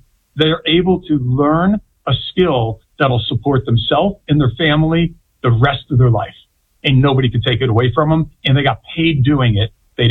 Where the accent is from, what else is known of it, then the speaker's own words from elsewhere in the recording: Florida, United States; I grew up in Central Florida my entire adult life. I founded and started my business right here in Central Florida.